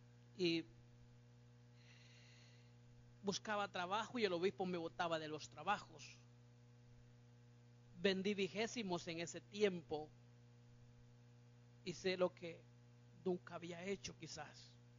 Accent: San Miguel, El Salvador; moved away; also born or lived in Zacamil, San Salvador; Hicimos una campaña evangelística en San Miguel. Era la primera vez que llegaba después de 6 años a mi tierra.

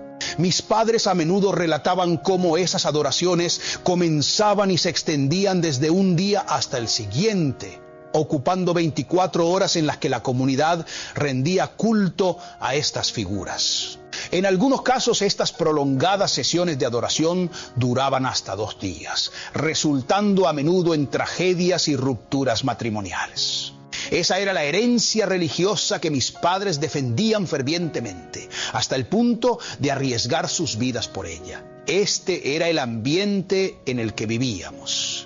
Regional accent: San Luis Potosí, Mexico; soy originario de San Luis Potosí, en México, específicamente a 17 kilómetros de la ciudad de Matehuala, donde nací.

